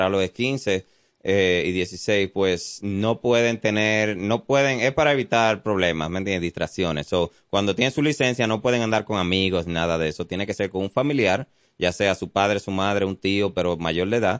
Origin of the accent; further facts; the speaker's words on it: Dominican Republic; accent: Dominican; now in United States; me reconocen por mi acento. No es muy difícil, soy el único dominicano policía aquí.